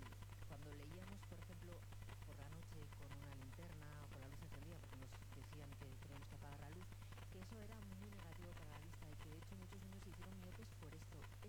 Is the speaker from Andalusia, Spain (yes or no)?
no; Madrid, Community of Madrid, Spain; Yo soy de Madrid